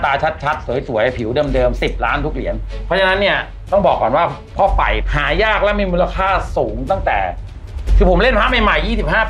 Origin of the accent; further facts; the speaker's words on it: Bang Khae, Bangkok, Thailand; นะเพราะว่าผมไปโตที่บางแคก่อนหน้านี้ผมอยู่แถวนี